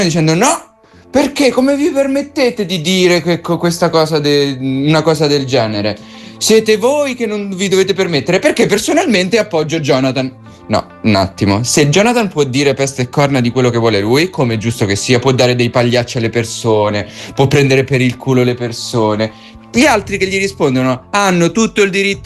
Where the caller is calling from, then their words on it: Milan, Lombardy, Italy; da Milano.